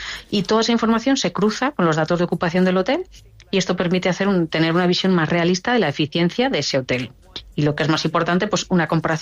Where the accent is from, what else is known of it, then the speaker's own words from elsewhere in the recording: Requena, Valencian Community, Spain; now in Madrid, Spain; De Requena de toda la vida.